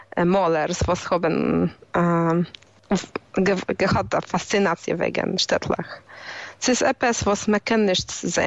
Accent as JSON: {"language": "German", "town": "Kielce", "region": "Świętokrzyskie Voivodeship", "country": "Poland", "tie": "born there", "said": "Ich bin geboren in Kelz. Wo es ist ein treuriger Platz für jeden, man versteht das."}